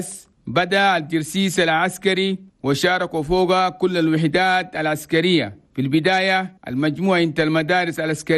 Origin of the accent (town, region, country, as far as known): Chad